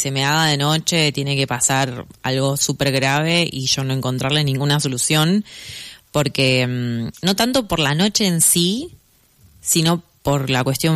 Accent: Argentina; si me preguntan de dónde soy, ahí digo, como que soy de Buenos Aires. Pero bueno, también como ya hace unos meses que estoy viajando y ya estuve por varios lados

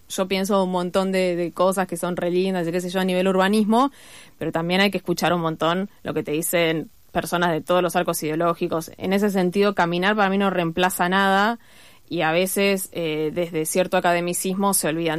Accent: Buenos Aires, Argentina; yo soy de Saavedra

